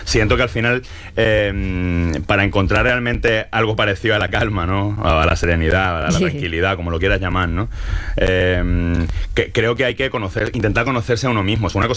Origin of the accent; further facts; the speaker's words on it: Málaga, Andalusia, Spain; soy de Málaga, ¿no?